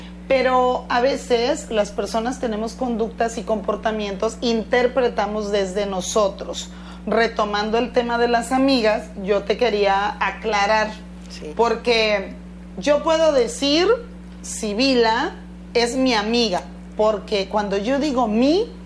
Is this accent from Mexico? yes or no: yes; Tabasco, Mexico; soy de Tabasco.